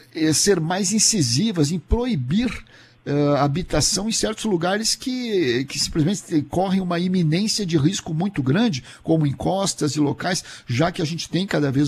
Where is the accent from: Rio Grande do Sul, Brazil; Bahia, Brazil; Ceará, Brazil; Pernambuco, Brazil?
Rio Grande do Sul, Brazil; Porto Alegre; now in São Paulo, Brazil; Eu sou natural também de Porto Alegre